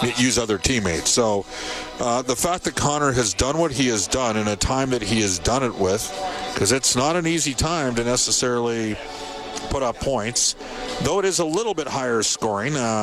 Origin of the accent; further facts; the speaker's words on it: Edmonton, Alberta, Canada; So I'm from Edmonton.